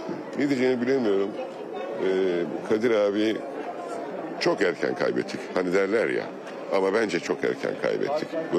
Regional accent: Adana, Turkey; Ben Adanalıyım.

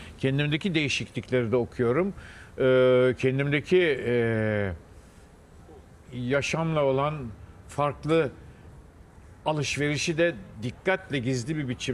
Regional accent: Istanbul, Turkey; also born or lived in Fatsa; Hayır, ben doğma büyüme İstanbul'uyum. Modalıyım ben ya.

